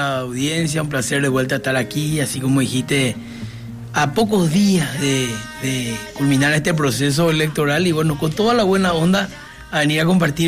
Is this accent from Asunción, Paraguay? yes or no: no; Encarnación, Itapúa, Paraguay; yo nací en Encarnación, siempre digo eso, para mí es una virtud.